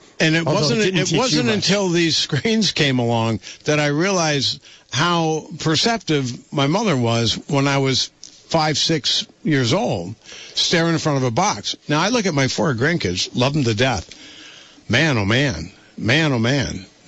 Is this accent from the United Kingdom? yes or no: yes; South West England, United Kingdom; So as a kid growing up in South Dorset in the early 50s.